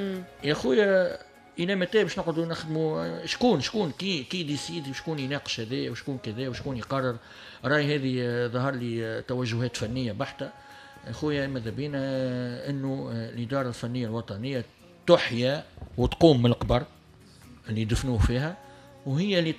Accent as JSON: {"language": "Arabic", "country": "Tunisia", "said": "انا واحد من الناس كتونسي وكفني تونسي"}